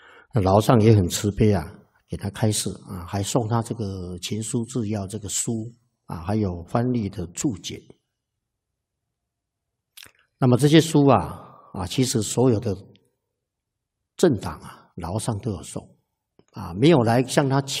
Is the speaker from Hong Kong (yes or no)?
no; Taiwan; 这个呢都是造成我们台湾人民的伤害啊，我们真的是无辜的啊